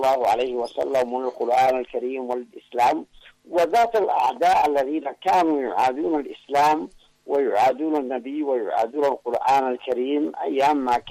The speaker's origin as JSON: {"language": "Arabic", "country": "Yemen", "said": "فما علينا إلا كيمنيين اليوم"}